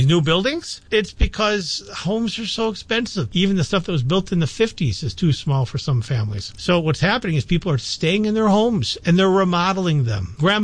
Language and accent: English; Wausau, Wisconsin, United States; I grew up in Wausau.